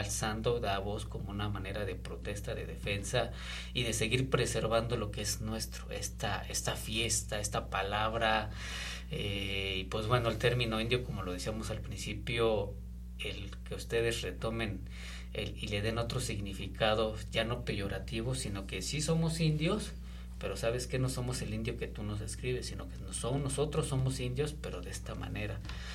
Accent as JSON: {"language": "Spanish", "country": "Mexico"}